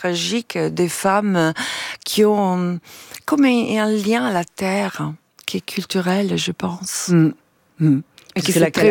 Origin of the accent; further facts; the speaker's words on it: Italy; Parce que quand j'étais jeune, l'après-midi, en Italie, on avait la faculté de regarder beaucoup des films en noir et blanc.